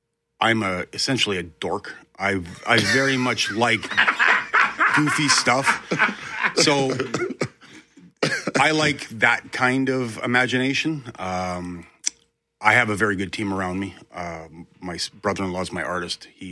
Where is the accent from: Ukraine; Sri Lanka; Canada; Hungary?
Canada; Winnipeg, Manitoba; we're all from Charleswood and St. James, so mm-hmm. we didn't know the area.